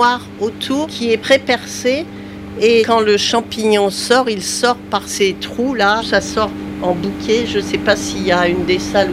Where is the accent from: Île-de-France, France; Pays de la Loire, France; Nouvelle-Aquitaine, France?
Pays de la Loire, France; moi je suis originaire d'Anjou